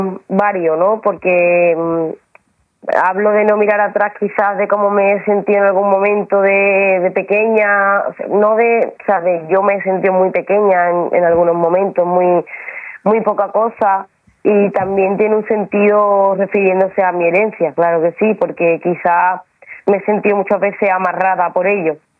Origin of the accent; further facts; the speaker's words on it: Jerez de la Frontera, Andalusia, Spain; pero mi tierra la verdad que me causa bastante responsabilidad y me machaco mucho. Tengo que estar preparada física, mentalmente, porque ir a mi tierra a mí me cuesta bastante la salud mental.